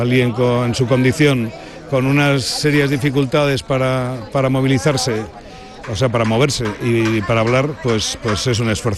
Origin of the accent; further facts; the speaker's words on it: Getxo, Basque Country, Spain; salimos en bicicleta desde Bilbao, desde nuestro pueblo natal en Getxo, y hemos recorrido pues 1000 kilómetros para llegar hoy aquí, a Sevilla